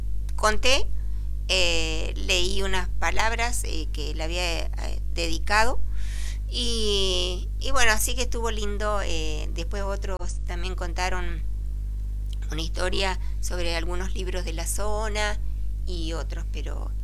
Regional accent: Reconquista, Santa Fe, Argentina; En nuestra historia de Reconquista, en nuestra historia de los barrios, siempre dije que voy a escribir de mi barrio, porque realmente es algo apasionante, de donde yo nací, crié

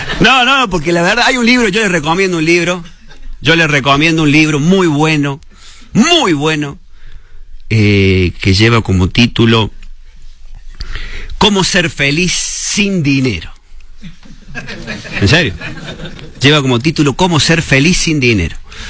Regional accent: Córdoba, Argentina; soy humorista cordobés

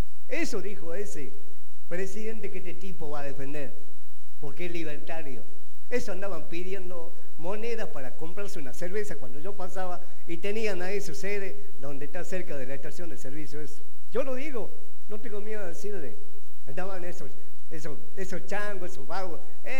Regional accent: Argentina; yo soy argentino, soy patriota y defiendo mi país

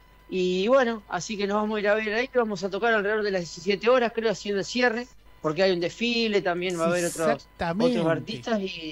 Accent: Rawson, Buenos Aires Province, Argentina; somos de Rawson, un pueblito partido de Chacabuco, provincia de Buenos Aires.

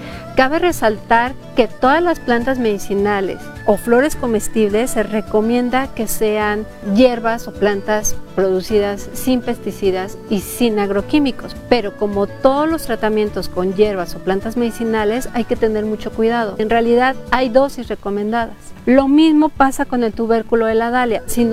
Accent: Mexico

